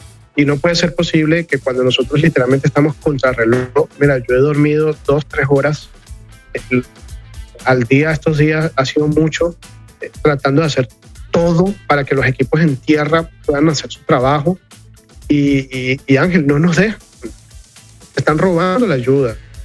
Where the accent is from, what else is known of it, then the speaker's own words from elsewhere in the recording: Venezuela; now in Colombia; a mí me llena, como venezolano, esto de mucha rabia y mucha tristeza